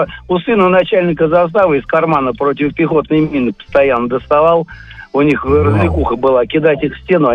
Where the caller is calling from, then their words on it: Moscow, Russia; Я звоню из Москвы.